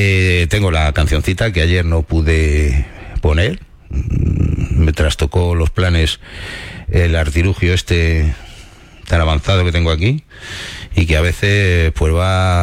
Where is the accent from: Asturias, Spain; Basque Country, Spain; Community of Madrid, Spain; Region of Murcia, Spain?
Community of Madrid, Spain; Madrid; yo soy madrileño.